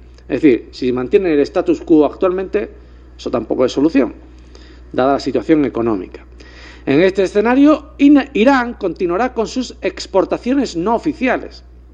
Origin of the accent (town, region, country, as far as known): Málaga, Andalusia, Spain